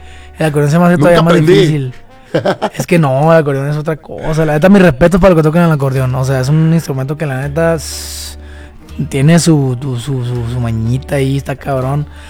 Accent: Mexicali, Baja California, Mexico; now in Guadalajara, Mexico; Soy de Mexicali, pero vivo aquí hace 5 años, ¿no?

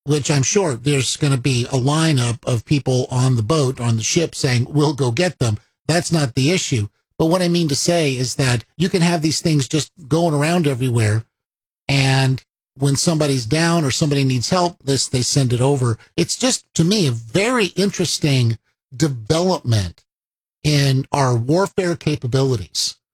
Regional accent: United States

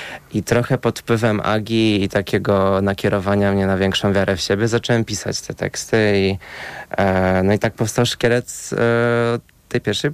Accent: Kielce, Świętokrzyskie Voivodeship, Poland; now in Warsaw, Poland; Ja pochodzę z Kielc, tak. Nie są takim małym miastem

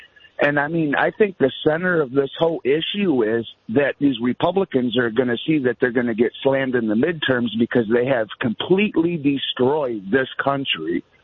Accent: Michigan, United States; I'm here from Michigan

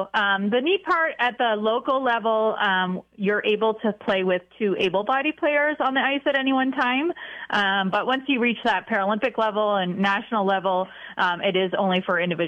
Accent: Canada; If you can't tell, I'm Canadian, so I say out and about funny.

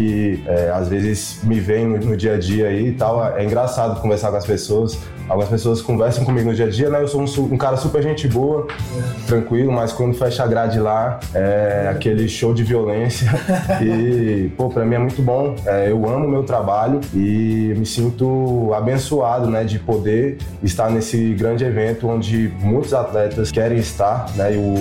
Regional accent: Ceilândia, Federal District, Brazil; Na verdade, fui criado na Ceilândia, né? Atualmente resido em Taguatinga.

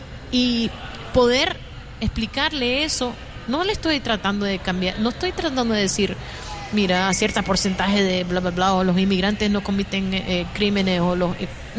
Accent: Nicaragua; yo siempre digo que soy de Nicaragua porque

